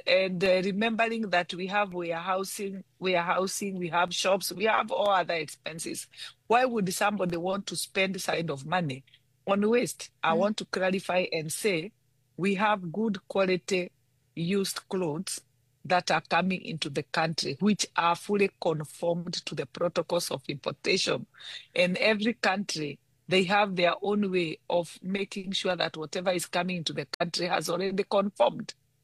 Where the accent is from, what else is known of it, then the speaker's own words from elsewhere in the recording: Kenya; we are very concerned as Kenyans